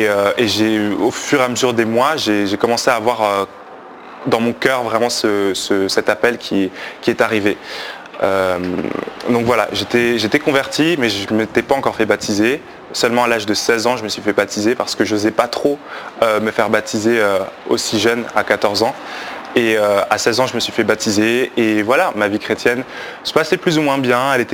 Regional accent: Belgium; Donc j'ai grandi en Belgique, du coup, j'ai une enfance assez normale avec ma famille qui est chrétienne

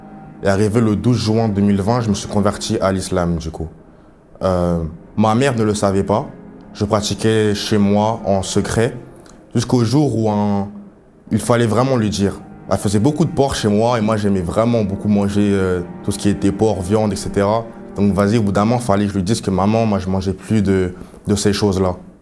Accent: Paris, Île-de-France, France; J'ai grandi à Paris avec ma mère et pas mon père

